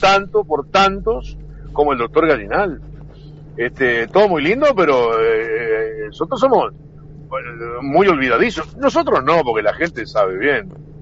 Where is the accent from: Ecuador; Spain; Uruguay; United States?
Uruguay; mira que yo soy uruguayo como cualquiera.